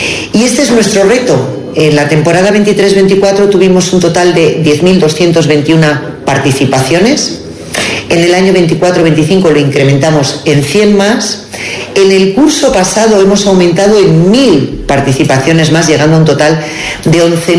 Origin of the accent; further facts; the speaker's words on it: Burgos, Castile and León, Spain; la población que somos de Burgos